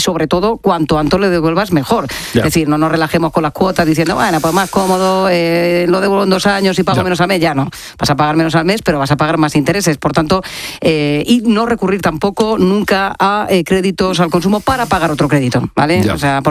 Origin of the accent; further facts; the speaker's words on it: Jumilla, Region of Murcia, Spain; si te escucha alguien, por ejemplo, desde mi tierra querida, desde Murcia, en Jumilla